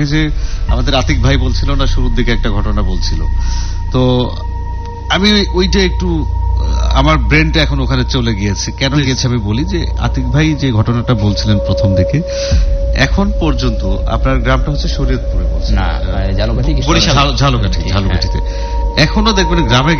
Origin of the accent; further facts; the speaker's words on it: Bogura, Rajshahi Division, Bangladesh; আমাদের বগুড়াতে, বগুড়ায় আমার বাড়ি যেখানে শাহজাহানপুর উপজেলা বলা হয় আর কি